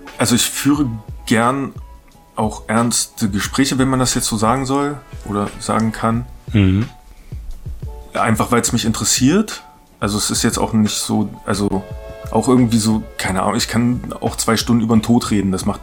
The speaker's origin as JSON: {"language": "German", "town": "Leinefelde", "region": "Thuringia", "country": "Germany", "tie": "born or raised there", "said": "Ich komme aus Leinefelde, das ist die Stadt, die niemand kennt. Und heute will ich dorthin auch noch zurück"}